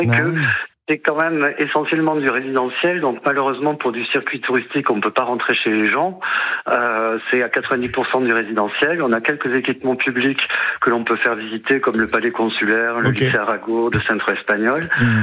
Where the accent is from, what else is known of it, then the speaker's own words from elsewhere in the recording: Toulouse, Occitanie, France; Je suis toulousain, donc je parle sans crainte.